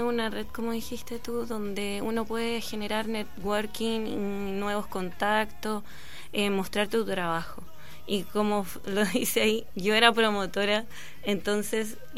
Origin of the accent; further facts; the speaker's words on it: Valparaíso, Chile; also born or lived in Santiago; yo salí del Liceo 2 de Niñas y de Valparaíso, y me puse a trabajar al tiro, y prácticamente fue al tiro de promotora. Entonces trabajé acá y trabajé en Santiago